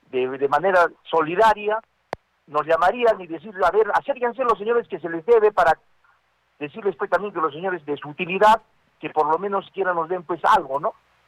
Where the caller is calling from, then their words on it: Arequipa, Peru; nosotros también como arequipeños